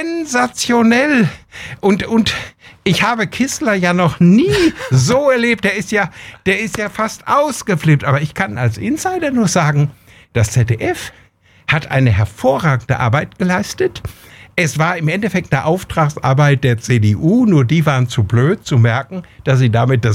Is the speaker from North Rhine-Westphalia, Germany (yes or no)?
yes; Bünde, North Rhine-Westphalia, Germany; die am 8. Oktober in meine Heimat nach Bünde kommen in die Stadthalle